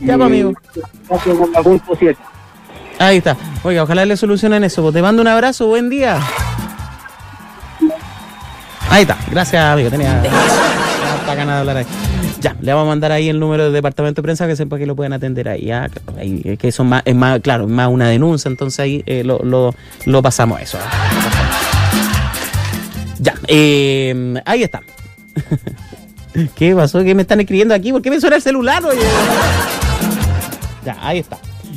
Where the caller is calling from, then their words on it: Valparaíso, Chile; De Valparaíso.